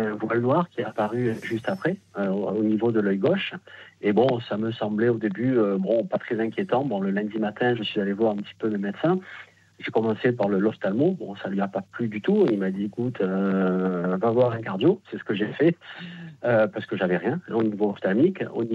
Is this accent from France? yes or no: yes; Marseille, Provence-Alpes-Côte d'Azur, France; De Marseille. Bon là je suis à Colmar en déplacement professionnel, mais effectivement je suis natif du sud de la France.